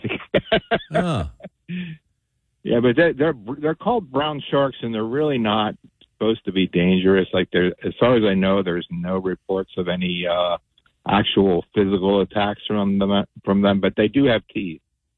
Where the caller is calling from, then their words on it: Bedminster, New Jersey, United States; It's Morristown. That's where I happen to be. I actually live in Bedminster.